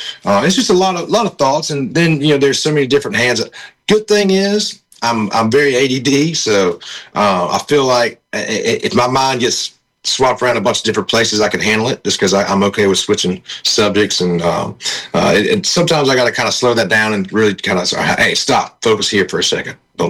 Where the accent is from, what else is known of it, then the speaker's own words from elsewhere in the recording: South Carolina, United States; I'm from South Carolina, and that sound, you know, kind of has like a, you know, a gospely, bluesy, swampy kind of thing to it.